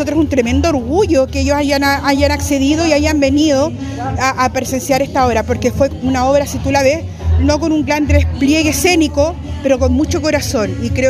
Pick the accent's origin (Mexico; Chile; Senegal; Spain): Chile; Chiloé, Los Lagos; nuestro también reconocimiento local como chilotes